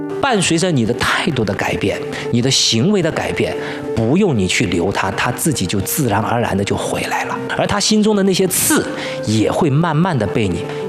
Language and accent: Chinese; China; 我们中国人